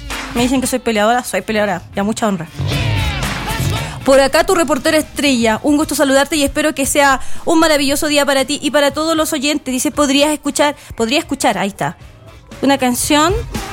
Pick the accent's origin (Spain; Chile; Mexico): Chile; yo no soy argentina, soy chilena.